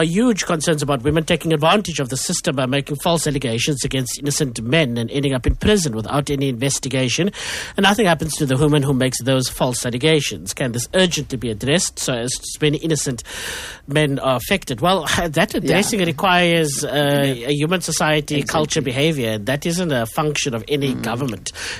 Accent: Cape Town, Western Cape, South Africa; moved away; I come from Bontheville, where gang violence was an everyday lived reality. I no longer live there, but I know it all too well.

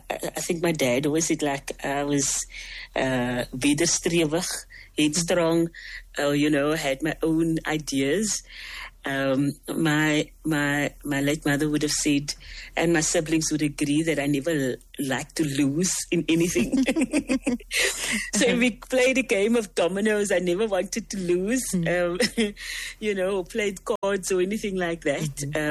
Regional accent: Mitchell's Plain, Western Cape, South Africa; I grew up in Rocklands in Mitchell's Plain, and quite close to Munandi Beach.

